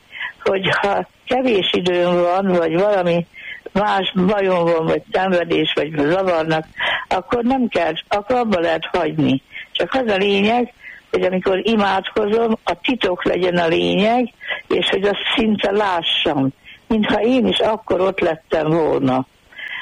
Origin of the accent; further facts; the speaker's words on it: Egerszólát, Heves, Hungary; born there; mert az akkori pápa megtudta, hogy Eger Szóláton megszületett